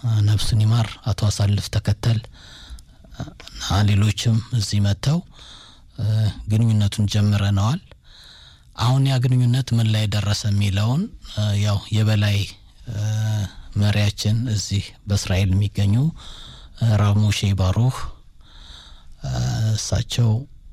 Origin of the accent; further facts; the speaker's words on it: Kechene, Addis Ababa, Ethiopia; ቀጨኔ ከሚኖረው እኔ አሁን ቀጨኔ ነው ተወልጄ ያደኩት።